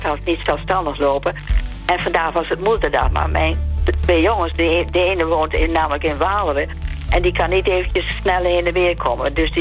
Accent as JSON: {"language": "Dutch", "town": "Smilde", "region": "Drenthe", "country": "Netherlands", "tie": "born there", "moved": "yes", "said": "we zijn allemaal uit de christelijke, maar ik kom uit Drenthe. Ik ben in Smilde geboren"}